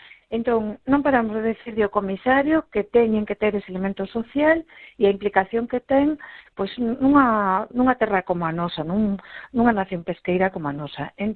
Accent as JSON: {"language": "Galician", "town": "Vigo", "region": "Galicia", "country": "Spain", "said": "pois como eurodiputada galega de Vigo, ademais, de Vigo"}